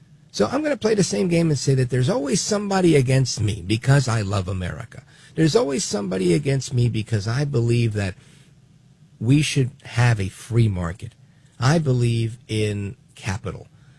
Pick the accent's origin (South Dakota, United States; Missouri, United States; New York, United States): New York, United States; Brooklyn; born there; My parents are from Puerto Rico. I was born in Brooklyn, but we one big, happy Puerto Rican family